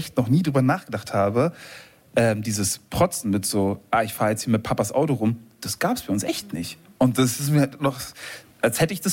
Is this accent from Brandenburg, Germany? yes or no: yes; Eberswalde, Brandenburg, Germany; accent: Brandenburgerisch; moved away as an adult; now in Berlin, Germany; ein paar Jahre zwischen meinem Aufwachsen in Eberswalde und dem heute